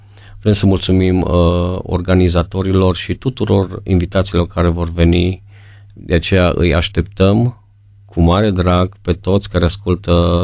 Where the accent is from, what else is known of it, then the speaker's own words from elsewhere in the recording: Maramureș County, Romania; noi suntem din Maramureș